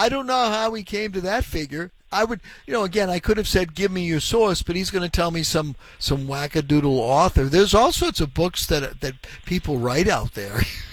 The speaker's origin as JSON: {"language": "English", "town": "Boston", "region": "Massachusetts", "country": "United States", "tie": "born there", "said": "As a kid, I went to a Catholic grammar school in Reedville, and when I went to Boston Latin School"}